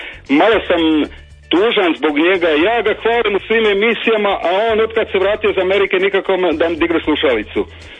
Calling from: Slavonia, Croatia; I lipanj kod nas u Slavoniji, i lipanj.

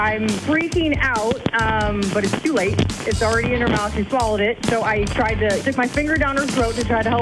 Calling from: Madison, Wisconsin, United States; I'm from Madison

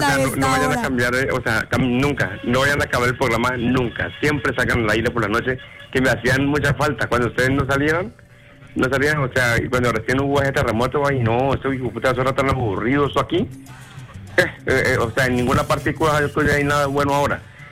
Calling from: Cali, Valle del Cauca, Colombia; Yo estoy llamando de Santiago de Cali. Yo acabo de Pasto.

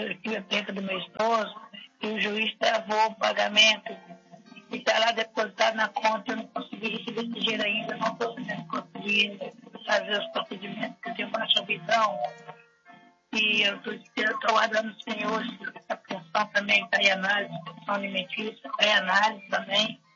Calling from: Vitória, Espírito Santo, Brazil; Eu falo aqui da igreja pastora Vitória do Espírito Santo.

